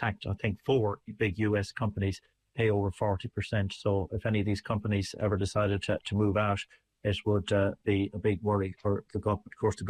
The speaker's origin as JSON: {"language": "English", "area": "Galway", "region": "Connacht", "country": "Ireland", "moved": "yes", "said": "we're both from Galway"}